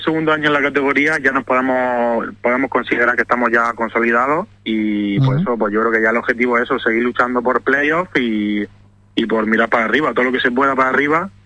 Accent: Almería, Andalusia, Spain; moved away

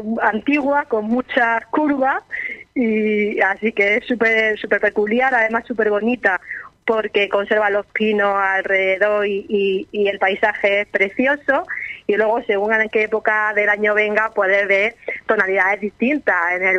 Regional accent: Alboloduy, Andalusia, Spain; gente de mi pueblo, que son acelgueros, se le dicen a la gente de mi pueblo, gentilicio popular

